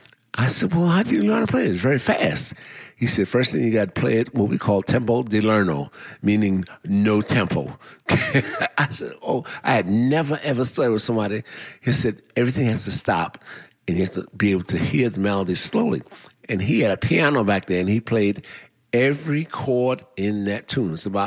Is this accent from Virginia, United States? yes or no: no; New York City, New York, United States; Look, I grew up in Brooklyn.